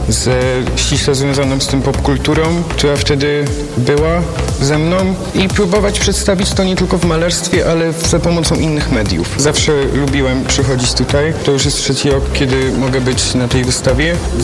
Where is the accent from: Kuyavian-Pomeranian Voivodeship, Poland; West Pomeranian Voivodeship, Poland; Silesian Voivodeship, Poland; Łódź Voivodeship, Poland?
Kuyavian-Pomeranian Voivodeship, Poland; Żnin; pochodzę ze Żnina.